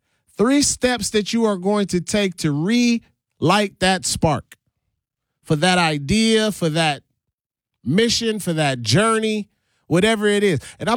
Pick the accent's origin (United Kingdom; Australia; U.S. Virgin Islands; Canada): U.S. Virgin Islands; now in Milwaukee, United States; And I'm from St. Thomas, the Virgin Islands.